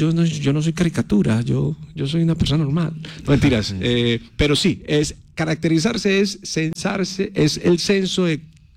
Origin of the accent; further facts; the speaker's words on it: Eje Cafetero, Colombia; otro paisa, porque aquí en el Eje Cafetero somos paisas.